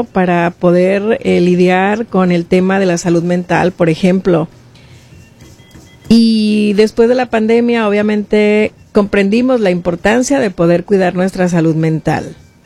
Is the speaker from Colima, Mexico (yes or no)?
yes; Colima, Mexico; yo soy de Colima